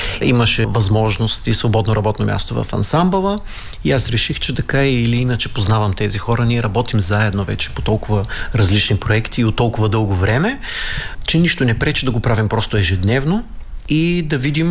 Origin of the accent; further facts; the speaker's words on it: Dimitrovgrad, Haskovo Province, Bulgaria; moved away as an adult; also born or lived in Varna; now in Dobrich, Bulgaria; Аз съм родом от Димитровград. Да, и като тракиец по кръв и по родно място, всъщност към Добруджа ме отвя един вятър, аз станах студент във Варна първо и после в последствие така се случиха нещата, че останах там и да работя, и да уча.